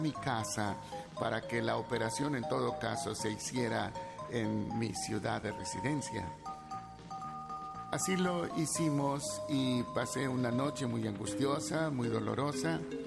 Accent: Mexico; moved away; la Ciudad de México, mi país de origen.

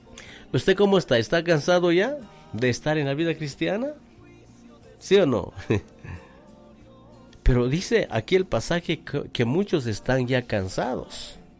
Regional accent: Guatemala; somos buenos chapines.

